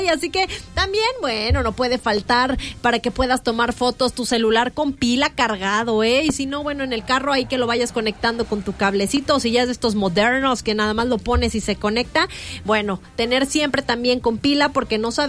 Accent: Reynosa, Tamaulipas, Mexico; moved away; a mi ciudad natal, Reynosa, Tamaulipas

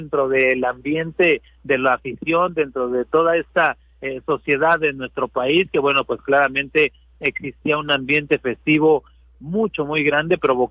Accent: Mexico

